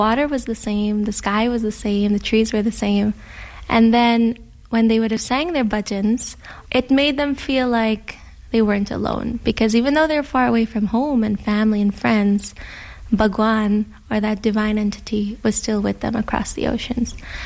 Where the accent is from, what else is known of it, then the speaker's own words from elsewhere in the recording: Guyana; now in Canada; Because we're from Guyana and the music there is a little more rural folk music. So when you come to Canada